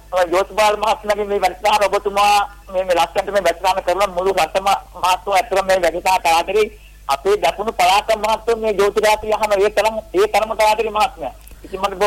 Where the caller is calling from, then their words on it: Beliatta, Southern Province, Sri Lanka; මම බෙලියත්ට කහවත්ෙන්